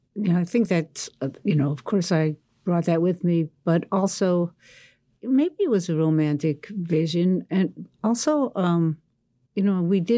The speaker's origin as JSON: {"language": "English", "region": "New York", "country": "United States", "tie": "born or raised there", "also_born_or_lived": "Buffalo", "moved": "as an adult", "said": "I was raised in Queens, New York."}